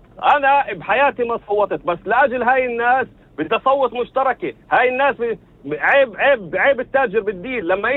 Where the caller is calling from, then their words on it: Northern District, Israel; بحكي معك مستوى من الشمال.